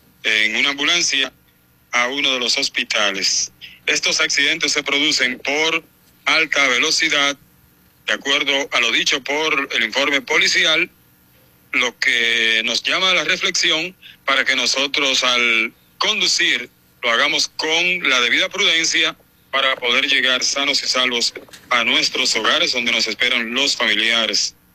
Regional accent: San Pedro de Macorís, Dominican Republic; now in Puerto Rico; desde Puerto Rico para La Mañana 103, en mi pueblo querido, San Pedro de Macorís.

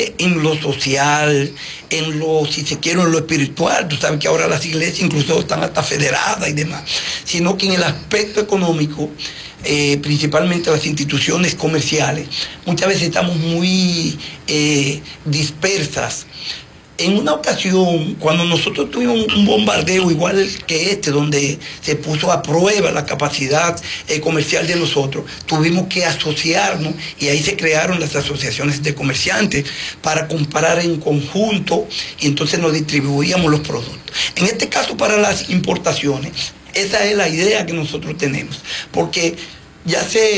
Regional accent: Dominican Republic; porque lo que nosotros producimos y vendemos como dominicanos se queda en nuestro país.

